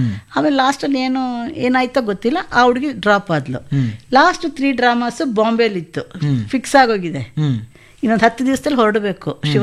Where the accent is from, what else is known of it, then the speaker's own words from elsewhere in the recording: Chennai, Tamil Nadu, India; born there; ನಾನು ಹುಟ್ಟಿದ್ದು ಮೆಡ್ರಾಸು, ಓದಿದ್ದು ತೆಲುಗು.